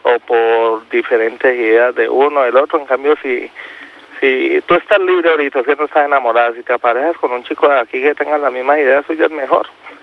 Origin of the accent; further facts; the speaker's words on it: Colombia; Mira, yo soy de Colombia, yo soy colombiano.